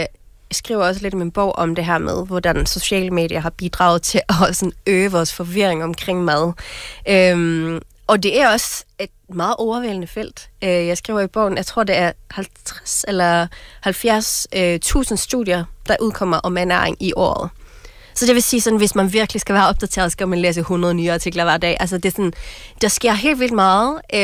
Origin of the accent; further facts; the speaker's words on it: Norway; Danish is a second language; moved away as an adult; now in Denmark; jeg kommer oprindeligt fra Norge. Jeg har boet her i en 15 års tid